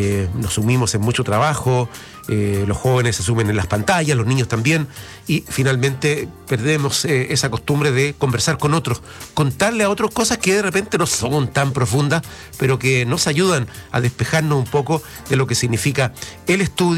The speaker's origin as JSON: {"language": "Spanish", "country": "Chile", "said": "miramos como buenos chilenos que viene septiembre"}